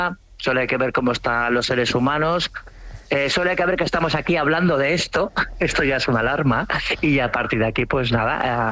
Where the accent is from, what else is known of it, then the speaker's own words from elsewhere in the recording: Cambrils, Catalonia, Spain; born there; cuando llego a casa, a mi pueblo, a Cambrils